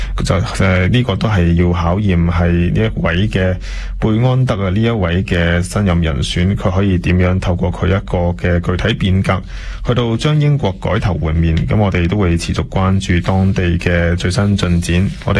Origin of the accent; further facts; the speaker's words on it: Canada; 都想请教两位拍档点睇我哋加拿大目前嘅状况，